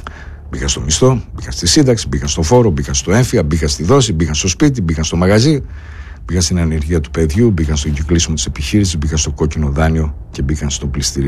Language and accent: Greek; Greece; επειδή εμείς ως Έλληνες οικοδομήσαμε και ζήσαμε σε ένα κράτος το οποίο είναι εχθρικό απέναντι στον Έλληνα